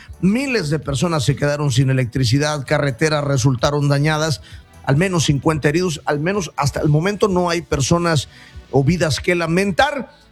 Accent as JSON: {"language": "Spanish", "town": "Siltepec", "region": "Chiapas", "country": "Mexico", "tie": "born or raised there", "said": "en mi pueblo, en Siltepec"}